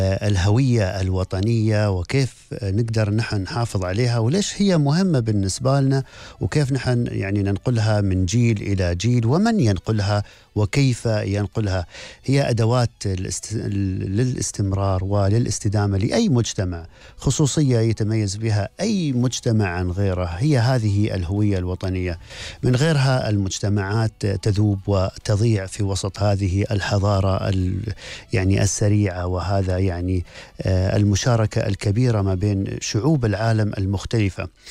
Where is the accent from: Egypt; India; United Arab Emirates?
United Arab Emirates; لما نقول من دولة الإمارات